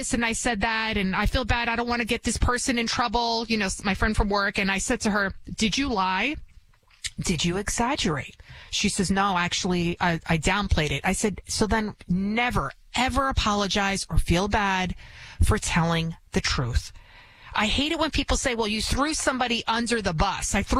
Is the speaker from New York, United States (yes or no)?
yes; Bronx, New York, United States; accent: Bronx; English is a second language; I can be from the Bronx. Obviously, you can hear it in my accent, which I've been trying to get rid of, but it's just a part of who I am. And I talk with my hands if you see me on TV. I'm first generation American. I didn't even speak English growing up.